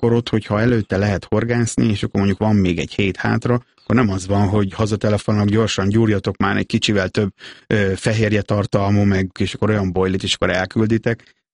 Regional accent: Nyíregyháza, Szabolcs-Szatmár-Bereg, Hungary; nyíregyháziként Tiszalökre sokat jártunk ki

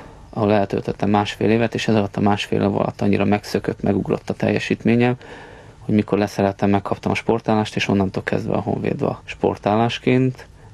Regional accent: Budapest, Hungary; Nem, belvárosi gyerek voltam, tehát a 8. kerületbe születtem. Később, amikor önálló lakásom lett, akkor költöztem Újpestre.

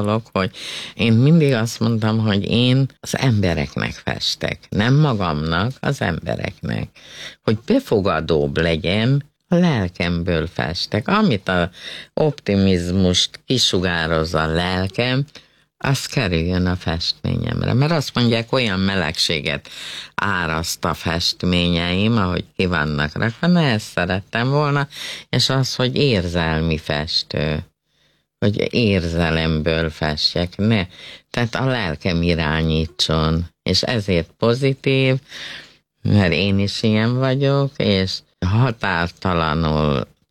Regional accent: Pusztamonostor, Jász-Nagykun-Szolnok, Hungary; moved away; Puszta monostor, az mégis a szülőfalu

